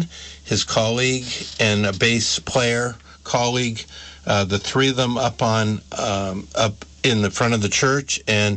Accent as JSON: {"language": "English", "town": "St. Albans", "region": "Vermont", "country": "United States", "tie": "born or raised there", "said": "And St. Albans, Vermont, my hometown, we got to hear you"}